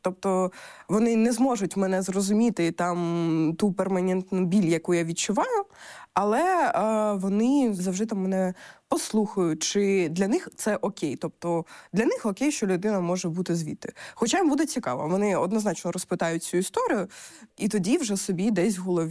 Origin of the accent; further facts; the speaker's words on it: Simferopol, Crimea, Ukraine; і я з Сімферополя.